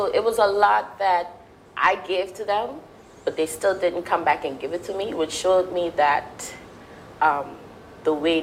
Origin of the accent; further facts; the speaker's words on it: Cockburn Town, Turks & Caicos Islands; moved away; also born or lived in Providenciales; I was born and raised in Grand Turk